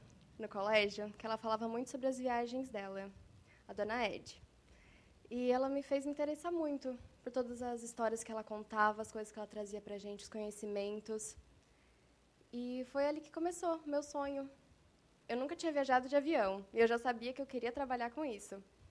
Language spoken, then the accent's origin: Portuguese; Turvo, Brazil; born there; Eu nasci no Turvo há 24 anos atrás